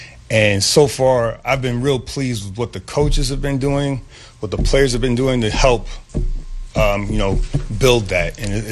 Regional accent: Waterbury, Connecticut, United States; here I'm a kid from Waterbury, Connecticut

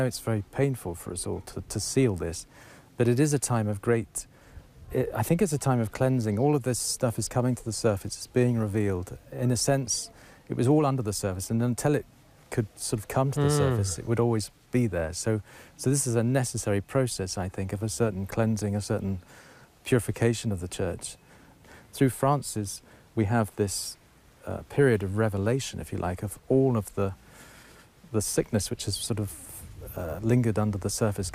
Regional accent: Canterbury, South East England, United Kingdom; moved away; also born or lived in North London; I was brought up Anglican in Canterbury, in fact. So I was confirmed by Robert Runcie as an Anglican.

